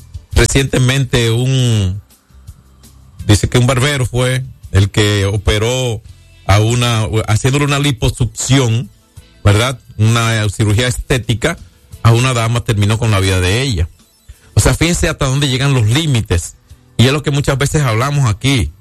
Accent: San Francisco de Macorís, Duarte, Dominican Republic; uno de los hijos de San Francisco de Macorís, de la ciénaga querida, ya a 13 kilómetros hacia la Loma Quitespuela, de donde vengo

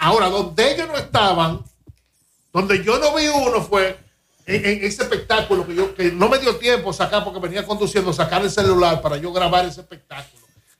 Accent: Dominican Republic

